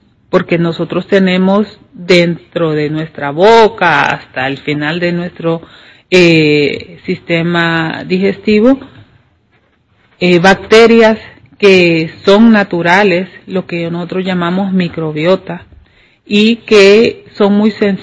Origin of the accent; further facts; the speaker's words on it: Honduras; nosotros somos, los hondureños